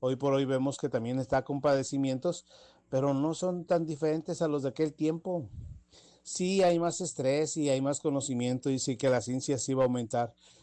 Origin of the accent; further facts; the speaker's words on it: Bajío, Mexico; now in Apodaca, Mexico; yo no soy de aquí, de Monterrey. Yo soy oriundo de allá del Bajío